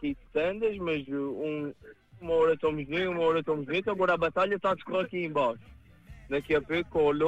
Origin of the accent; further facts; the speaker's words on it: Azores, Portugal; Ah, sim senhora, já vivo lá, tenho 21 anos, vivo lá muito tempo